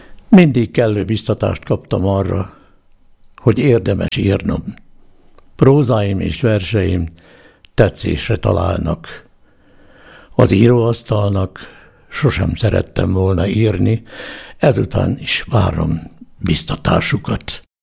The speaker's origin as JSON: {"language": "Hungarian", "region": "Budapest", "country": "Hungary", "tie": "born there", "said": "Budapesten születtem 1930. április 16-án."}